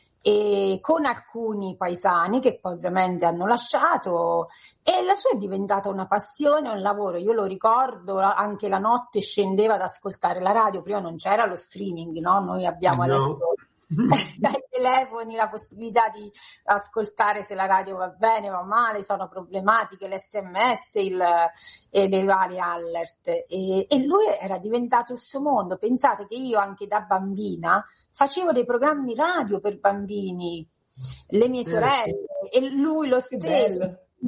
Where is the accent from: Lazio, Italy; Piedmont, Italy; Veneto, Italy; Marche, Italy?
Marche, Italy; Radio M Martignano, che è proprio il paese, il mio paese, e il paese di provenienza e dove oggi ho la sede la radio.